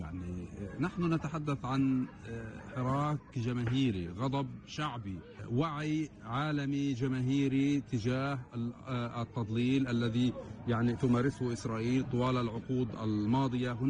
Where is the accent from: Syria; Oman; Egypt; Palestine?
Palestine; ما المستطاع لدينا كفلسطينيين